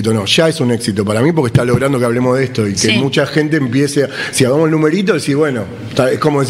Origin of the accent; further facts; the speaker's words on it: Argentina; cómo somos los argentinos